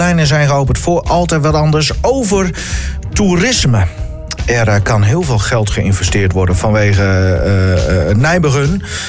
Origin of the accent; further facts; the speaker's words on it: Groningen, Netherlands; now in Winsum, Netherlands; Ik woon nu al een paar jaar in Winsum. Ik kom van het Hoge Land. Ik ben niet in Winsum opgegroeid, maar woon daar nu wel.